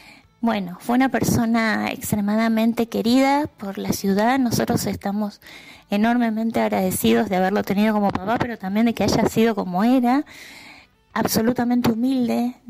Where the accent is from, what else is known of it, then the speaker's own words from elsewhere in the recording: Argentina; Nosotros con mis hermanos, Gabriela y Daniel, tuvimos la fortuna de habernos criado en una ciudad en la que cada vez que decíamos nuestro nombre, alguien nos preguntaba, ay, ¿qué sos del doctor?